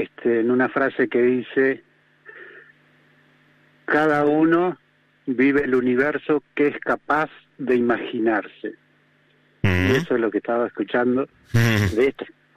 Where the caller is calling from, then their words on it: San Luis, Argentina; de San Luis